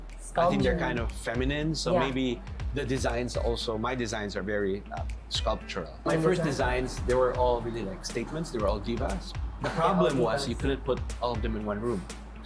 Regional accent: Philippines; So here in the Philippines

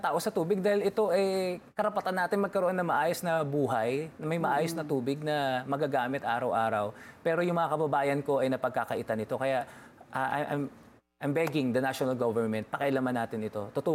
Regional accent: Marilao, Central Luzon, Philippines; Even sa amin sa Marilao, sa Maykawayan

